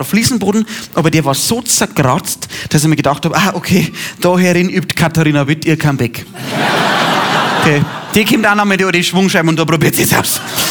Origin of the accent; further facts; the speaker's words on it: Bavaria, Germany; Sie bei uns im Bayerischen Wald heißt das ausgeräumt.